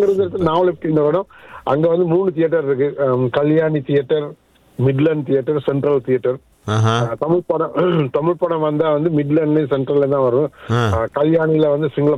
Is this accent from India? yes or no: no; Sri Lanka; born there; moved away